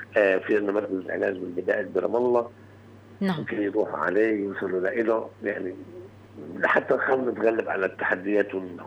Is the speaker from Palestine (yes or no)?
yes; Palestine